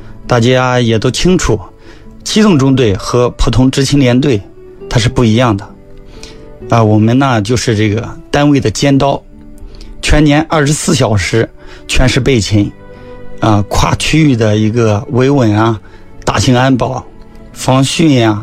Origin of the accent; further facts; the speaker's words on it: Henan, China; moved away as an adult; now in Xinjiang, China; 我这个老家是河南的